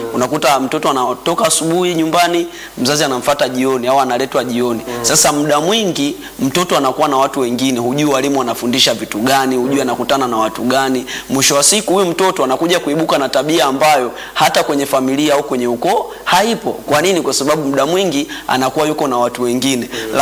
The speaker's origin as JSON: {"language": "Swahili", "region": "Morogoro", "country": "Tanzania", "said": "natokea mkoani Morogoro."}